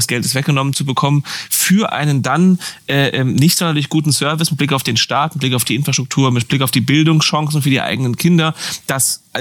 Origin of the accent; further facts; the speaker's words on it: Berlin, Germany; Als Berliner. Ich kann es verstehen.